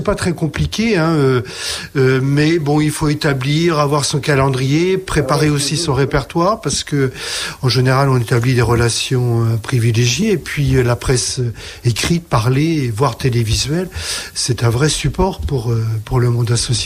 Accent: Centre-Val de Loire, France; moved away as an adult; now in Poitou-Charentes, France; je suis arrivé en région Poitou-Charentes, puisque je suis originaire normalement du Val-de-Loire.

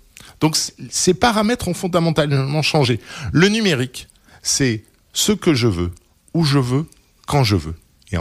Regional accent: La Rochelle, Nouvelle-Aquitaine, France; je suis originaire de La Rochelle. Moi, le premier film que je l'ai vu au cinéma L'Olympia.

